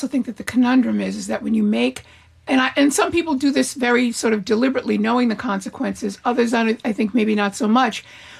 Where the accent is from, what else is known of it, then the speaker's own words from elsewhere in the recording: Rhode Island, United States; I was in my home state this weekend.